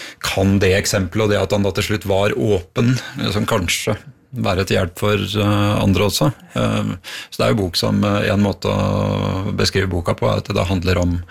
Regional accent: Bjerkvik, Nordland, Norway; Jeg hadde 4 år av barndommen i Bjerkvik, innerst i Ofotfjorden.

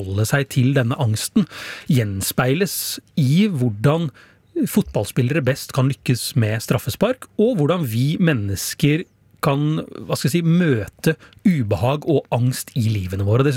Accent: Porsgrunn, Telemark, Norway; Ja, altså, det var cup hjemme i Porsgrunn. Jeg var kanskje 11-12 år gammel, og vi fikk en avgjørende straffe på overtid.

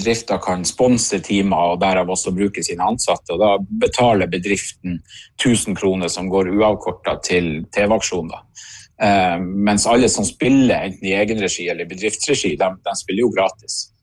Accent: Skjervøy, Troms, Norway; vi på Skjervøy et veldig flerkulturelt samfunn med utrolig mange nasjonaliteter representert på Skjervøy

